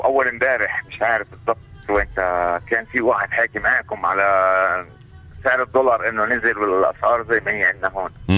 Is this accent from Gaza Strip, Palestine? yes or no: no; Ramallah, West Bank, Palestine; والله العظيم على الصبح انه انا كنت في رام الله، وانا ابن رام الله